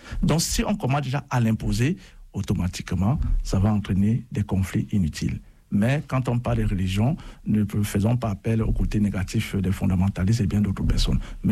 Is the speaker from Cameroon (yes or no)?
yes; Cameroon; Et comme il vient de dire, chez nous, au Cameroun, aujourd'hui, c'est férié.